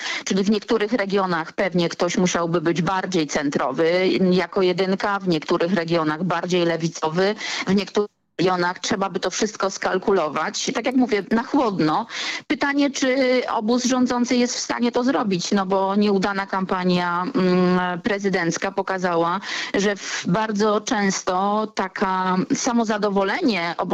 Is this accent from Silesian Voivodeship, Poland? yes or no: no; Kielce, Świętokrzyskie Voivodeship, Poland; ja jestem Kielczanką